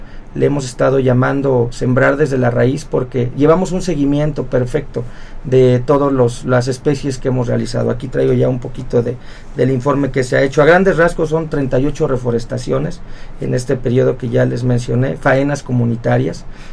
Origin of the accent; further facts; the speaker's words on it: Tepeaca, Puebla, Mexico; Pues mira, nosotros somos de Tepeaca, uh-huh. En efecto. Realmente Tepeaca es un municipio que últimamente ha tomado mucha importancia.